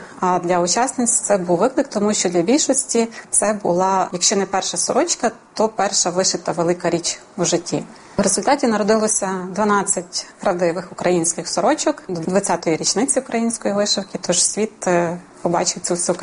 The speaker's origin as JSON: {"language": "Ukrainian", "region": "Galicia", "country": "Ukraine", "tie": "born or raised there", "said": "Я росла на Галичині, звідки родом, і для нас було звичним рости серед вишитих подушок, рушників, вишивала бабуся, мама, і бабуся навчила мене вишивати ще перед школою."}